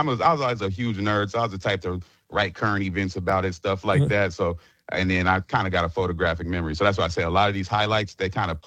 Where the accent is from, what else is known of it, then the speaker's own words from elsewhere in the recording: Phoenix, Arizona, United States; Yeah, I'm in the state. I'm actually from the Phoenix area.